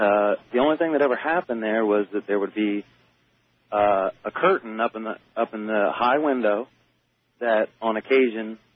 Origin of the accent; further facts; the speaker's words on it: Canal Winchester, Ohio, United States; Hi. I'm from Canal Winchester, Ohio.